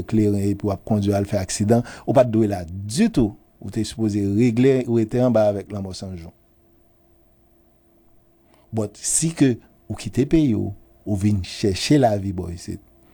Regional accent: Haiti; Nous supposer en tant que haïtien faire un bagage, mander un bagage.

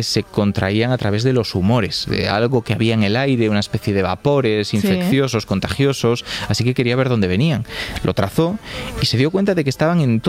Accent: Galicia, Spain; soy gallego, así que no se trata de ningún tipo de discriminación hacia Coruña

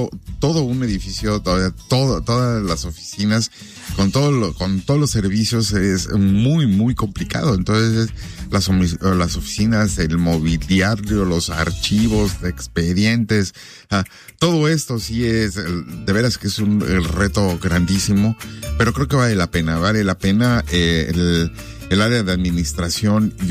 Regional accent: Mexico; now in Omaha, United States; Como mexicanos sabemos que una de las cosas que más nos conmueve

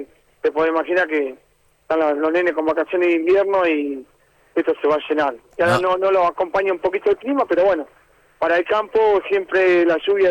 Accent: Carmen de Patagones, Buenos Aires Province, Argentina; Venimos de Carmen de Patagones.

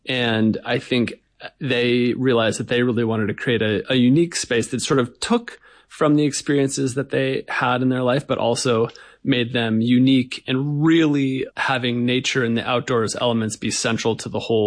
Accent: Eagle River Valley, Colorado, United States; born or raised there; now in Montana, United States

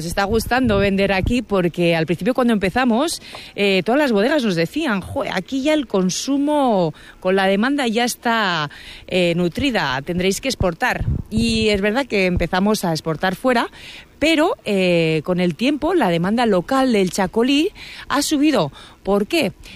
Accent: Basque Country, Spain; como somos los vascos.

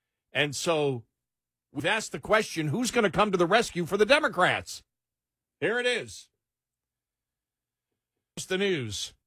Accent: Buffalo, New York, United States; accent: Buffalo; How y'all doing? I really can't get away with that with my Buffalo accent, can I?

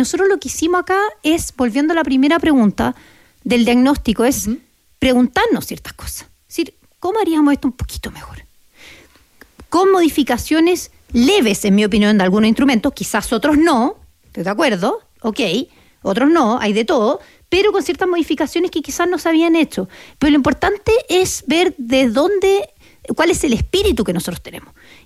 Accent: Chile

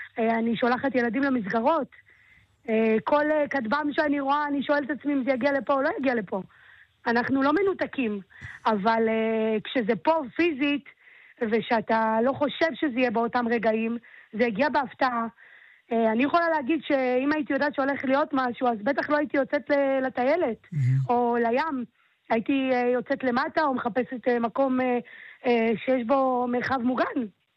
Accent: Nahariya, Northern District, Israel; אני לא מתכוונת לעזוב את נהריה ואני לא אעזוב את נהריה. נהריה עיר יפהפייה וטובה, גדלתי פה ואני מגדלת את הילדים.

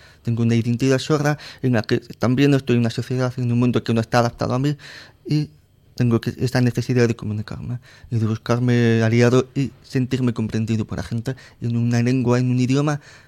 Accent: Madrid, Community of Madrid, Spain; born there; Sí, Madrid riojano, sí, porque soy cuerpo madrileño, porque los papeles dicen que yo he nacido en Madrid, pero yo tengo toda mi sangre de familia de La Rioja, tanto en Santurce como en Santo Domingo y Logroño, entonces, claro, me siento más riojano que madrileño.

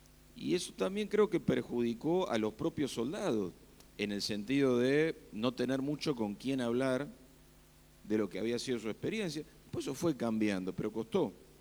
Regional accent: Castelar, Buenos Aires Province, Argentina; Yo soy de Castelar, que está a unos 30 kilómetros de Buenos Aires, sobre Ruta 7, de hecho.

